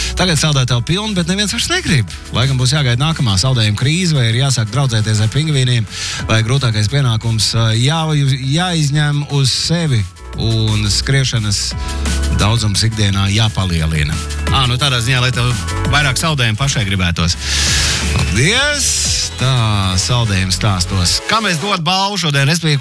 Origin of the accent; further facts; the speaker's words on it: Kuldīga, Kuldīga Municipality, Latvia; Es uzaugu Kuldīgā, skaistā mazpilsētā, kur 90. Gadu sākumā nebija veikalu, kur saldējums būtu vesels piedzīvojums.